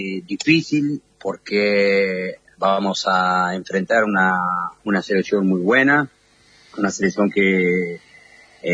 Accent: Santa Fe, Argentina; moved away as an adult; also born or lived in Buenos Aires; now in Italy; Y eso, sí, yo soy de Santa Fe, en el barrio Centenario, donde me crecí, donde jugué en Colón de Santa Fe. Después me fui a Buenos Aires, jugué con Diego en Buenos Aires, en Argentino Junior, jugamos un año.

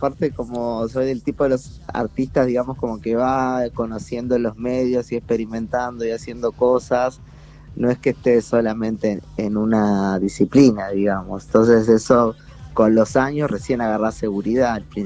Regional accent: Uruguay; yo soy uruguayo.

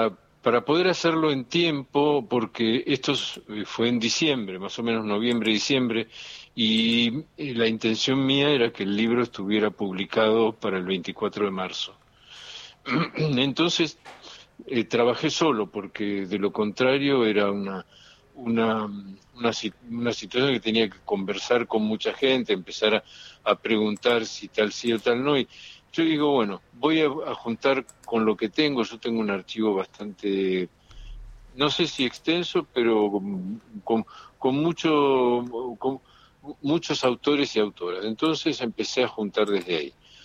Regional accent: Buenos Aires, Argentina; born there; moved away as an adult; now in Neuquén, Argentina; Yo nací en Buenos Aires en el 51, desde el 86 vivo en Neuquén

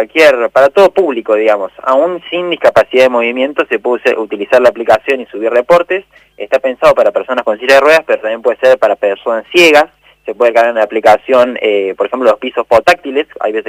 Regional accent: Córdoba, Argentina; como somos oriundos de Córdoba

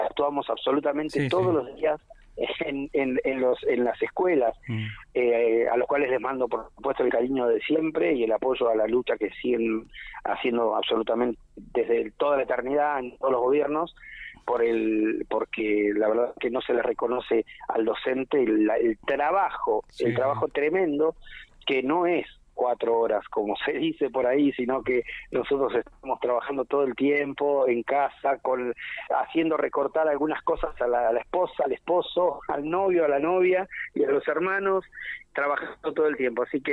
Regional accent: Puerto Deseado, Santa Cruz, Argentina; born there; now in Buenos Aires, Argentina; muy similares a mi pueblo Puerto Deseado.

